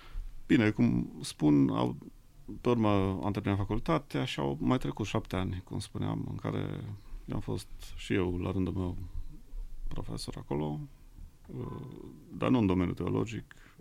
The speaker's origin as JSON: {"language": "Romanian", "town": "Lupșa", "region": "Alba County", "country": "Romania", "said": "Eu, cum v-am spus, sunt din Lupșa."}